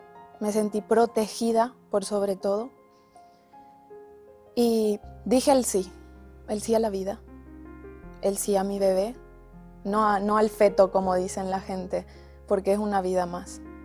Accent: Paraguay; tengo 23 años, soy de Paraguay y mami de Bastián.

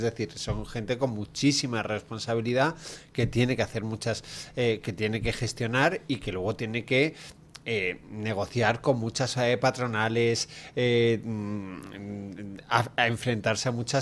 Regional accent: Andalusia, Spain; en Andalucía, en mi tierra

